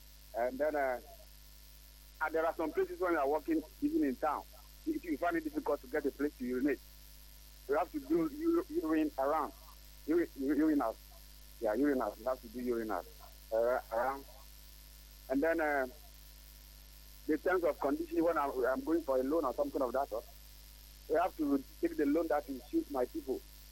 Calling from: Aseke, Ghana; from Aseke.

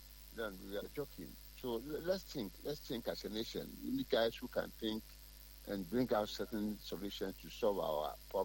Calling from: Ghana; I'm calling from Asakare.

